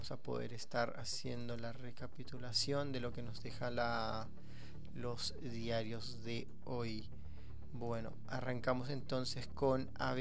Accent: Paraguay

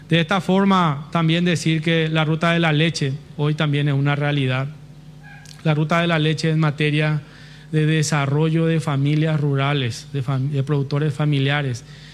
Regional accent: Paraguay

